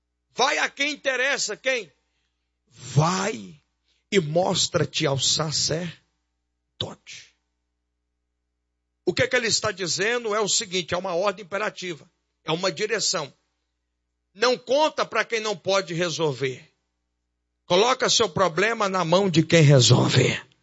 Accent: Goiás, Brazil; moved away; eu sou goiano

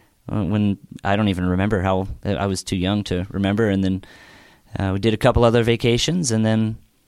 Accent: Pleasant Hills, Pennsylvania, United States; so that's in the South Hills, Pleasant Hills area.

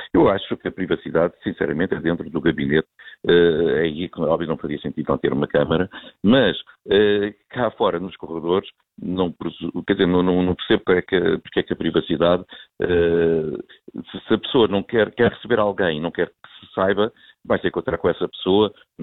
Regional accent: Portugal; por uma questão até daquela boa maneira que nós somos como portugueses, de acreditar que não há maldade por trás.

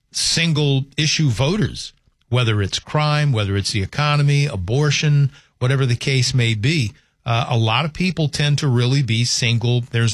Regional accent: Southern US, United States; and I should know this as a Southerner, but I completely forgot

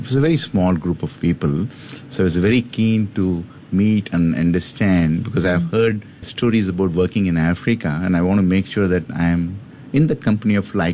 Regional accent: Chennai, Tamil Nadu, India; moved away as an adult; I'm basically from Chennai, born, brought up, educated in Chennai, spent 5 years working.

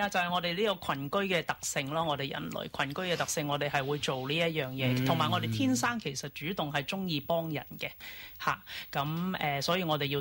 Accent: Australia; 咁咧都係鼓勵我哋澳洲人啦，去多啲接觸我哋嘅鄰居。咁尤其我哋澳洲啦，地方咁大咧。

